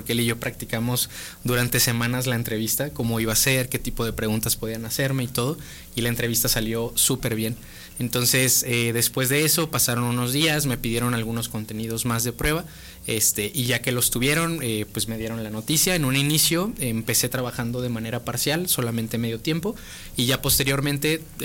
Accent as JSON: {"language": "Spanish", "country": "Mexico", "said": "sobre todo como mexicanos"}